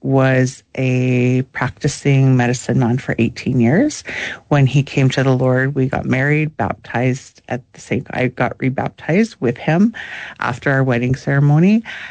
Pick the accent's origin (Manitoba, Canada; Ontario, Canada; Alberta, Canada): Alberta, Canada; I'm Blackfoot from Alberta, Blood Reserve, Treaty 7.